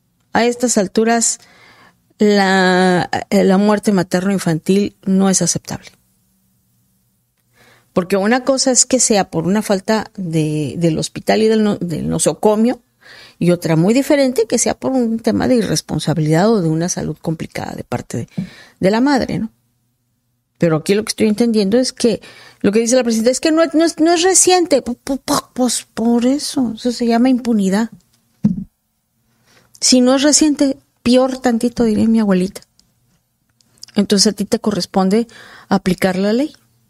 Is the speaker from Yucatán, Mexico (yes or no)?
yes; Yucatán, Mexico; Están, pero bien, dirían en mi pueblo, bien quesos allá en Yucatán.